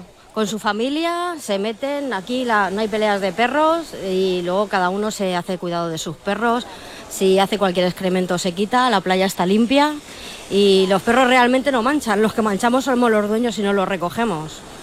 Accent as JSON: {"language": "Spanish", "town": "Madrid", "region": "Community of Madrid", "country": "Spain"}